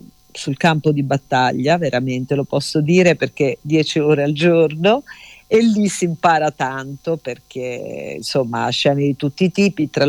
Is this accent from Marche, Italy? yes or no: yes; Marche, Italy; io sono marchigiana